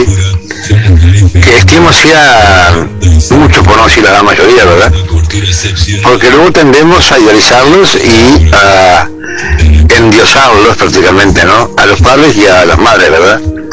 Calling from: Fray Bentos, Río Negro, Uruguay; hablo desde Fraivento, Río Negro, Uruguay.

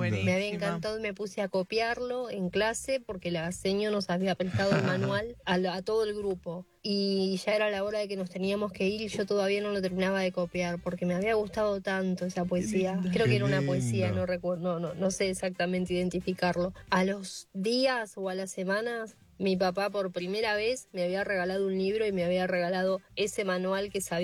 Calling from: Glew, Buenos Aires Province, Argentina

